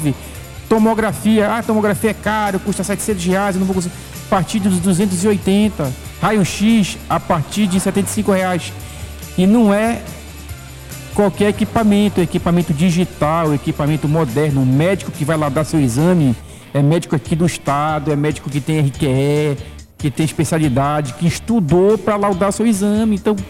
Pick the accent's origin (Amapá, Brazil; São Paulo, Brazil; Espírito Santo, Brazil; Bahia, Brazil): Amapá, Brazil; moved away as an adult; now in Pelotas, Brazil; Eu sou do Amapá, eu sou tucuju